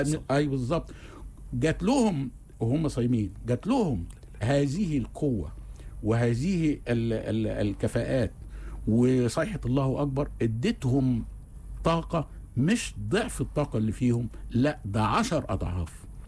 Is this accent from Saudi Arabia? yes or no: no; Egypt; حتى احنا كضباط مصريين في التدريب